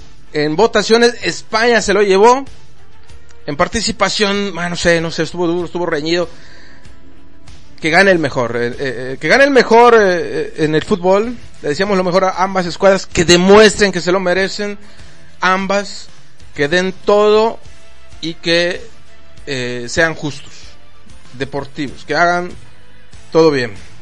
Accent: San Antonio Tehuitz, Yucatán, Mexico; accent: Yucatecan; Ahora me estoy forzando ahorita para no hablar como yo. Pero cuando suelto el micrófono, así hablo como yucateco entonces.

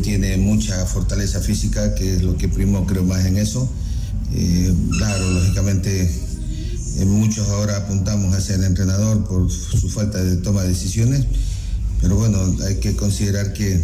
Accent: Ecuador; como todo ecuatoriano, nosotros todos ilusionados, se podría decir que todo el pueblo ecuatoriano siempre estuvo pendiente de lo que podía hacer nuestra selección

